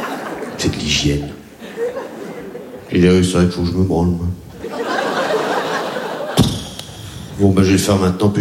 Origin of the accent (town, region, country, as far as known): Réunion, France; born or raised there